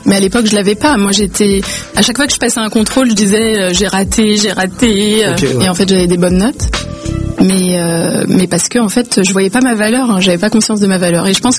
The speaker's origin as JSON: {"language": "French", "town": "Aubervilliers", "region": "Île-de-France", "country": "France", "tie": "born or raised there", "also_born_or_lived": "La Courneuve", "moved": "as an adult", "said": "j'ai grandi à Aubervilliers et à La Courneuve, mes deux villes... de cœur de ma jeunesse jusqu'à 25 ans. Je suis d'origine algérienne."}